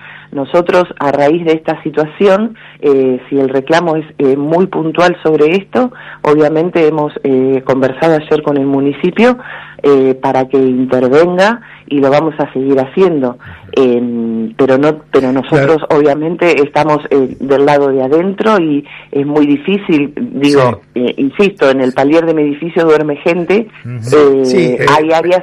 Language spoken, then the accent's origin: Spanish; Rosario, Santa Fe, Argentina; yo que soy de Rosario